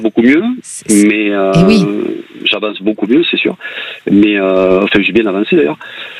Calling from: Occitanie, France

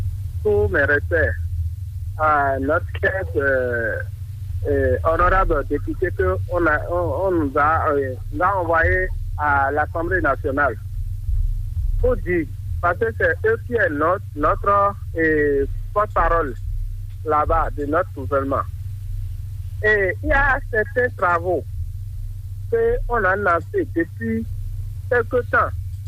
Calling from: Cotonou, Littoral, Benin; Je vous appelle depuis Atata, du arrondissement de Cotonou, ce matin

